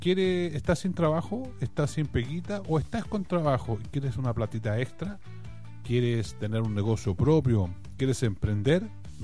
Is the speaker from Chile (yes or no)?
yes; Villa Alemana, Valparaíso, Chile; saludos a Villa Alemana, mi tierra